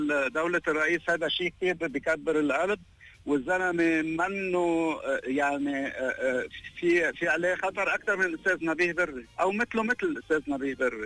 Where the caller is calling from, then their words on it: Rmeish, South Governorate, Lebanon; وانا ابن جنوب صراحه، انا من الرماش.